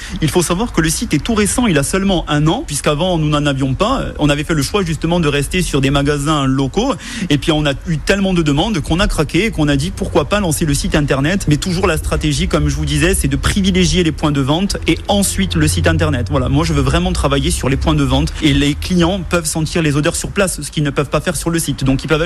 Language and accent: French; Occitanie, France; Moi, par exemple, je suis du Tarn, à Vaud'Olivèze, et j'ai été baptisé là-bas